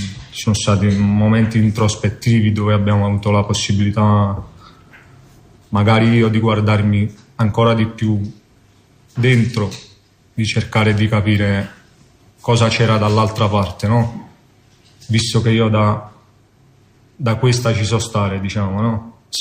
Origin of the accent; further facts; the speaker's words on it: Naples, Campania, Italy; sono di Napoli, ho 32 anni